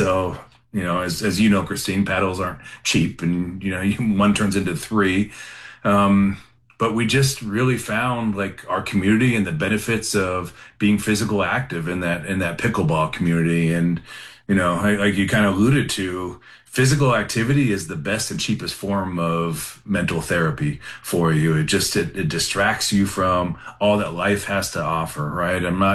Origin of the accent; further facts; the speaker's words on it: California, United States; now in Camp Hill, United States; Monica's from Germany, I'm from Southern California, that we figured out what our community looks like